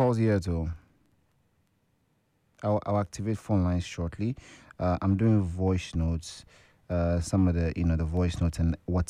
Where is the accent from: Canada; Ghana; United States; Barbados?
Ghana; They say, are you a Ghanaian? I say, I'm a Ghanaian. They say, do you live in Ghana? I say, yeah.